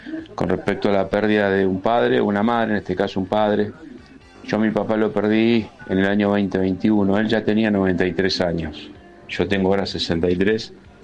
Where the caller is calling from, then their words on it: San Miguel, Buenos Aires Province, Argentina; de San Miguel.